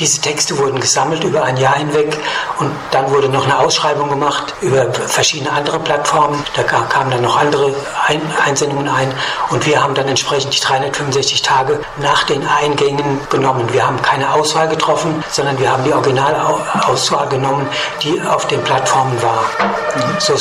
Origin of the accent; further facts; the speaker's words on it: Bingen am Rhein, Rhineland-Palatinate, Germany; now in Niederheimbach, Germany; Aus Bingen am Rhein und bin dann in verschiedenen Stationen Deutschlands und Südamerikas gewesen, auch Israel, Indien und so weiter und so fort. Bin ziemlich in der Welt rumgekommen stellenweise und wohne jetzt in Niederheimbach am Rhein in einem schönen, wunderbaren Haus